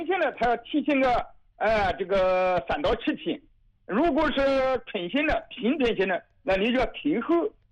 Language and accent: Chinese; Feidong, Anhui, China